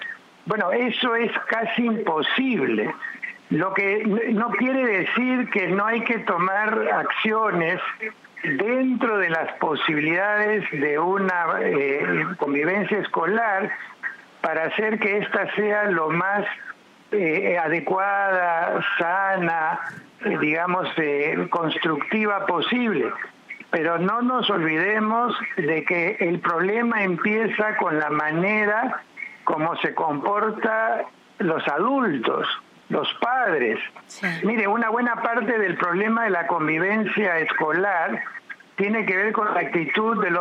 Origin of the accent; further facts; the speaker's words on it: Peru; nuestra manera de ser como peruanos